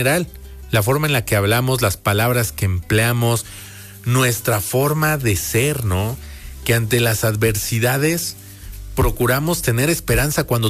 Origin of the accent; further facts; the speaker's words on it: Mexico; y celebrar como mexicanos